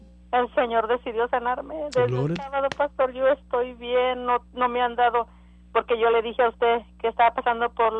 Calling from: Monte Alto, Texas, United States; de Monte Alto.

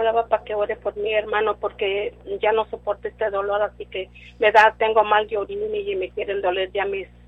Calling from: Tyler, Texas, United States; de aquí de Tyler.

